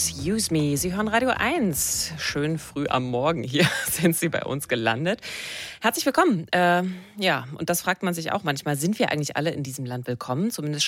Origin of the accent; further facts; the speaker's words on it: eastern Germany, Germany; Und ich bin ja auch Ossi und ich habe auch als Erwachsener eigentlich erst so eine richtige Ostidentität entwickelt.